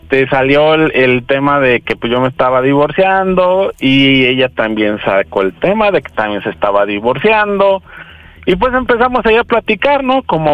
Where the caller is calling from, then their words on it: Guadalajara, Jalisco, Mexico; Tengo 40 años y soy de Guadalajara.